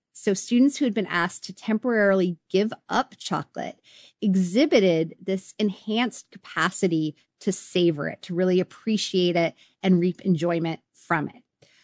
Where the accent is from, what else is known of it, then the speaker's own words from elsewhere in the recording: Canada; And, you know, as a Canadian, I am legally obligated to encourage people to seek out Quebec maple syrup